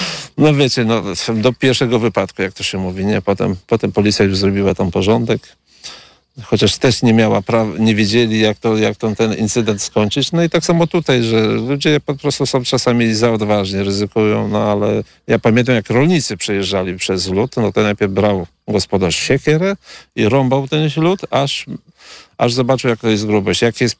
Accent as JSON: {"language": "Polish", "town": "Wizna", "region": "Podlaskie Voivodeship", "country": "Poland", "said": "Tak, jestem z Wizny i tutaj jestem rolnikiem."}